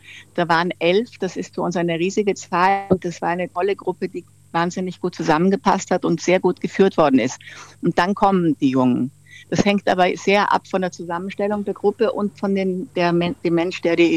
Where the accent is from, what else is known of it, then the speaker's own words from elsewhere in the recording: Austria; Ich bin Österreicherin, ich habe lieber einen kleinen schwarzen oder einen Espresso.